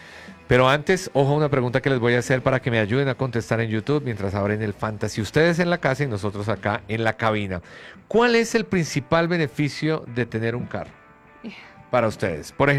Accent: Colombia; nosotros, como colombianos, sí esperábamos que fuera un equipo... pues un poco más arriba incluso.

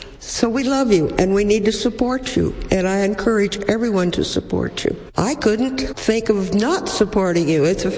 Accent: Gering, Nebraska, United States; from Gearing.

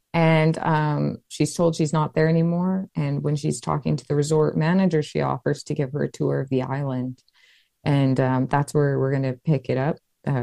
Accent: Hawaii, United States; growing up in Hawaii, books were my way of like expanding my horizons and living experiences or having experiences I'd never get to have on my island, you know?

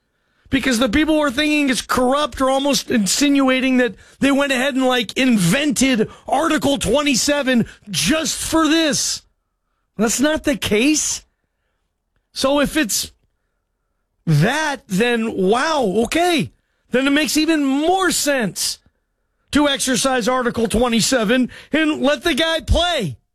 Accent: Seattle, Washington, United States; World Cup in Seattle, my hometown.

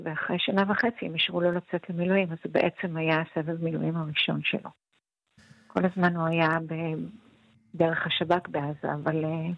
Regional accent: Bnei Brak, Tel Aviv District, Israel; אתה יודע, אני גדלתי בבני ברק, יש לי את התחושה שאיכשהו הם יצליחו להשתחל לתוך המעמד של לומדי תורה.

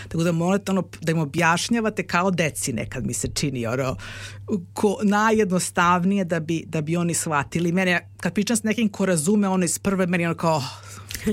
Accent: Belgrade, Serbia; ja sam odrasla u Brogledu na Petlom brdu, koga briga sad Petlom brdu, mislim, na kraj sveta

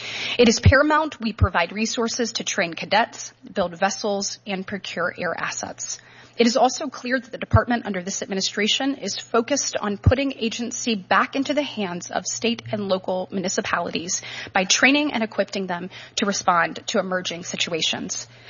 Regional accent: Alabama, United States; With respect to my home state, I am very proud that Alabama is home to so many DHS equities

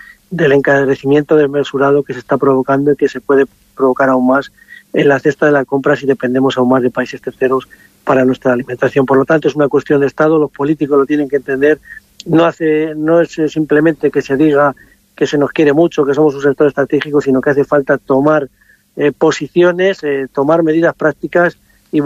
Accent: Sinlabajos, Castile and León, Spain; y aquí estamos en mi pueblo, Sin Lavajos.

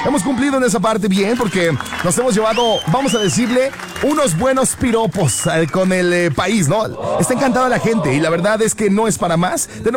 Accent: Mexico; yo soy de México, pero no me gusta la pancita.

